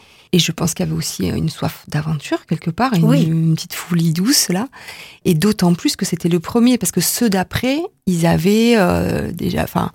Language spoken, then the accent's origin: French; France; Mon ancêtre est rentré, donc je suis française. S'il n'était pas rentré, je serais maintenant américaine.